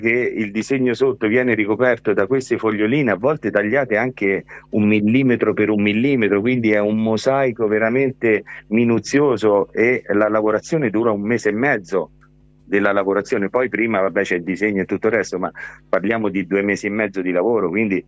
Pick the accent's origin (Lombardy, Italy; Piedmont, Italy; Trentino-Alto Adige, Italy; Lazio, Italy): Lazio, Italy; Acquapendente; Acqua Pendente è essendo sia i confini con l'Umbria, con la Toscana, e siamo del Lazio